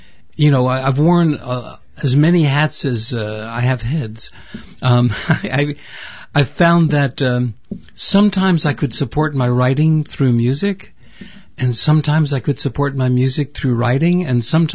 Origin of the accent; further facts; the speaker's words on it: New York, United States; I grew up midtown. I grew up right near Bloomingdale's.